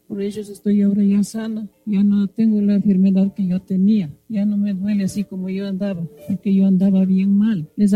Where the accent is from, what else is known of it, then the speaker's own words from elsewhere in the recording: Izamba, Tungurahua, Ecuador; Yo vengo de acá de Izamba … vengo aquí a agradecer a los hermanitos gregorianos